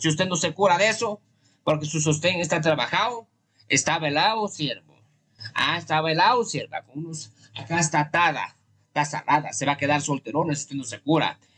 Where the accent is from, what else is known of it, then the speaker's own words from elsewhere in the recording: Huancabamba, Piura, Peru; born there; desde mi provincia de Huancabamba, mi tierra bendita que me dio nacer